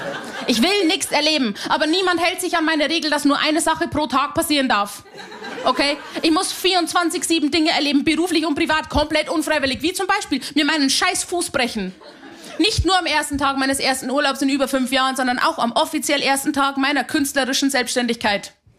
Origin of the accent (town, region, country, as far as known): Haunersdorf, Bavaria, Germany